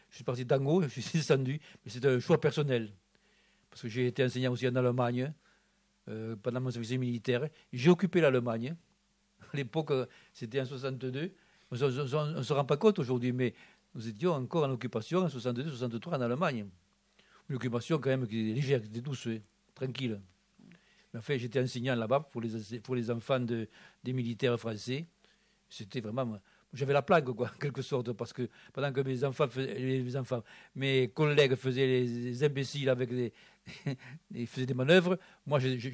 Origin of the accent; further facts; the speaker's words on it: France; first language Occitan; French is a second language; Donc j'ai commencé à m'intéresser comme ça. Ensuite, bon, pour moi, l'Occitan, bon, c'est ma langue maternelle, en fait. Je suis né là-dedans. Je suis venu au français après par l'école.